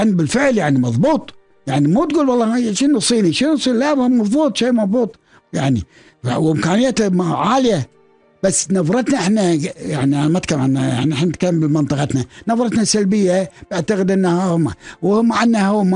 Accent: Kuwait; خلقت طبقة وسطى بالكويت وانتعشنا

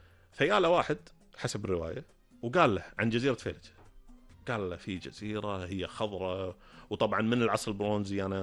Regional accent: Kuwait; عايشين هنا عندنا بالكويت

